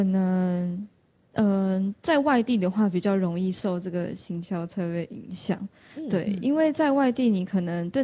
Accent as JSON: {"language": "Chinese", "region": "Tainan", "country": "Taiwan", "said": "像我是台南人"}